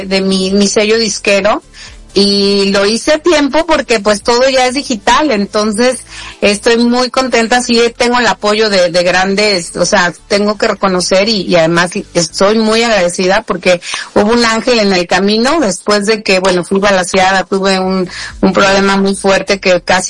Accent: Guadalajara, Jalisco, Mexico; aquí andamos en mi tierra natal que me fascina, Guadalajara.

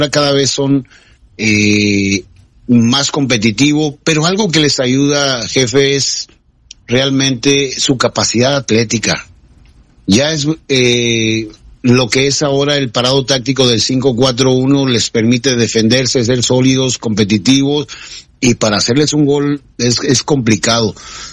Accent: Mexico; nosotros como mexicanos somos muy tácticos, somos muy resistentes

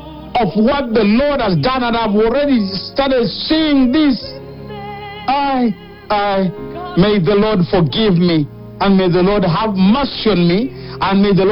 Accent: Kenya; How will God judge Kenya? It is fearful. I just repent as a Kenyan.

